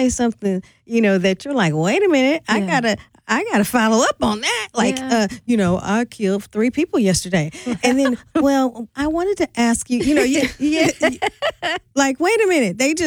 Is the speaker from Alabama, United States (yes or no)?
no; St. Louis, Missouri, United States; I grew up in St. Louis